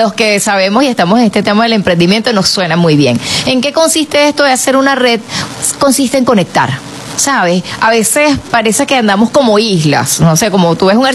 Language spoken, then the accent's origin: Spanish; Ciudad Bolívar, Bolívar, Venezuela; yo soy del estado Bolívar, nací en Ciudad Bolívar